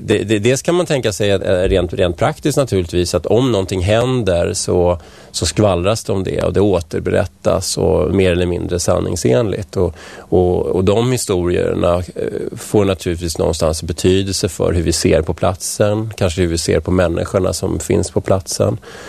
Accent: Stockholm, Stockholm County, Sweden; also born or lived in Strängnäs; now in Nacka, Sweden; Jag kommer ju inte härifrån. Jag kom från Vällingby från början och sen har jag bott i stan och jag har bott i Strängnäs då, som sagt. Men vi flyttade hit 2007

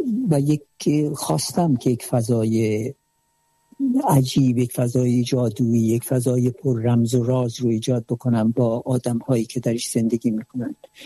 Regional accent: southern Iran, Iran; من خب خودم جنوبی هستم و همچنان دوست داشتم که از جنوب، از شهرم، زادگاهم، منطقم حرف بزنم،

